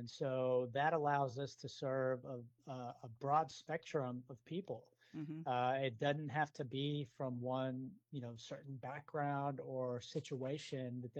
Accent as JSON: {"language": "English", "town": "Houston", "region": "Texas", "country": "United States", "tie": "born or raised there", "said": "I grew up here in Houston."}